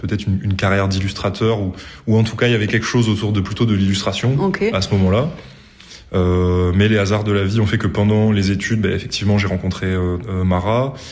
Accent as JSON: {"language": "French", "town": "Montpellier", "region": "Occitanie", "country": "France", "tie": "born or raised there", "said": "je viens de Montpellier, je suis un pur produit montpelliérain."}